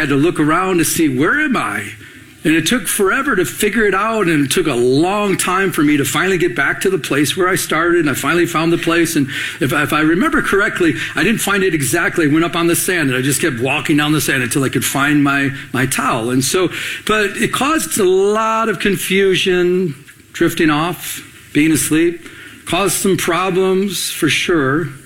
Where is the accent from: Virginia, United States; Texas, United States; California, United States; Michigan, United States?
Michigan, United States; growing up in Michigan, there's a lot of lakes